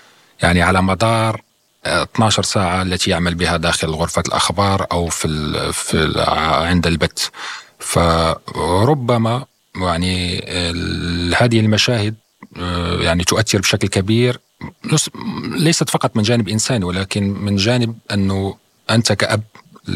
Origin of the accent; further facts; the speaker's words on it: Morocco; now in Russia; كمغربي بالدرجة الأولى وكمواطن روسي في الدرجة الثانية